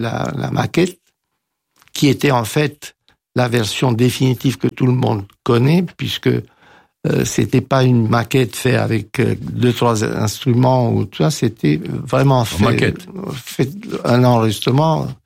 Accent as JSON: {"language": "French", "country": "Romania", "moved": "yes", "said": "je suis roumain"}